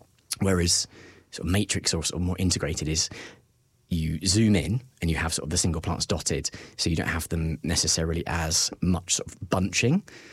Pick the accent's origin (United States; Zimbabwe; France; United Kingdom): United Kingdom; England; now in New Zealand; both of us growing up in England